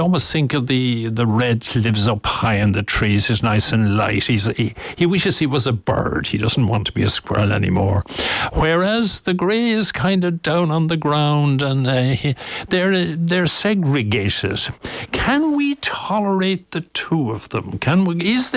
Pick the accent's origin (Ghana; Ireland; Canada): Ireland; Limerick, Munster; now in Malahide, Ireland; I grew up in Limerick and we never saw a squirrel of any kind, red, grey or anything else.